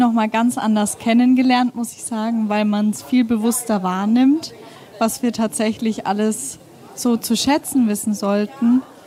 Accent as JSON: {"language": "German", "town": "Kitzingen", "region": "Bavaria", "country": "Germany", "tie": "born or raised there", "said": "Ich fühle mich hier heimatlich, weil ich hier einfach aufgewachsen bin. Ich bin hier in die Schule gegangen, bin hier aufgewachsen"}